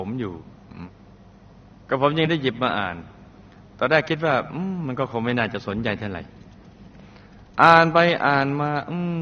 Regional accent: Bangkok, Thailand; born there; ผมเกิดที่กรุงเทพโยมแม่รายฟังว่าตอนคลอดคลอดที่หน้ากรมการทหารมาสนามเป้า

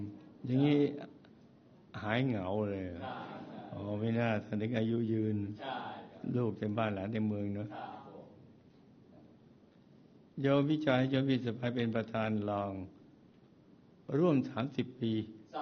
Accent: Chachoengsao, Thailand; ผมเกิดในครอบครัวคนจีนที่เดินทางไกลมาจากจีนผืนแผ่นดินใหญ่แบบเสื้อผืนหมอนใบครอบครัวลงเรือมาตั้งรกรากอยู่ที่จังหวัดฉะเชิงเทรา

